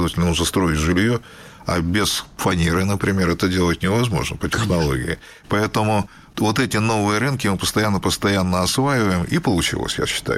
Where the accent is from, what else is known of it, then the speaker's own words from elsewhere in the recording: Kostroma, Kostroma Oblast, Russia; moved away as an adult; now in Kirov, Russia; Я сам родом из Костромы. Это соседний регион, тоже северноевропейская Россия.